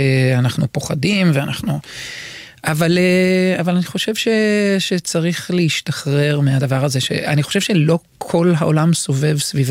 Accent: Jerusalem, Jerusalem District, Israel; מירושלים.

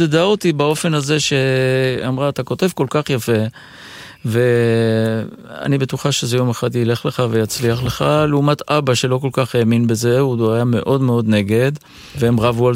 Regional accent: Istanbul, Turkey; moved away; זכרתי את הבית שגדלתי בו, זכרתי את הבית ספר שלמדתי, אפילו זכרתי את החנות של אבא שלי בשוק המסחרי בלב איסטנבול

